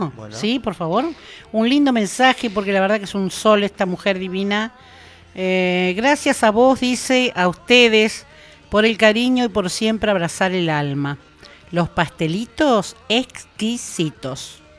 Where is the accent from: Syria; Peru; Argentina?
Argentina; Yo siempre fui argentina y argentina hasta la muerte